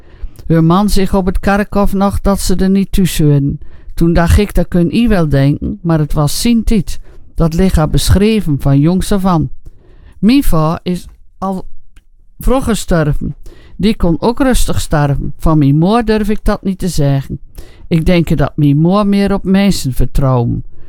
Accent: Zwolle, Overijssel, Netherlands; born there; Nee, mijn eerste nacht was in Overijssel. Ik ben in Zwolle geboren.

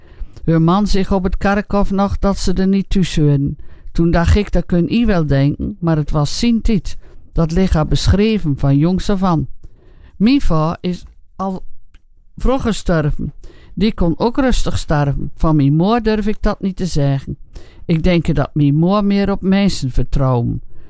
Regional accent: Gelderland, Netherlands; born there; also born or lived in Zwolle, Overijssel

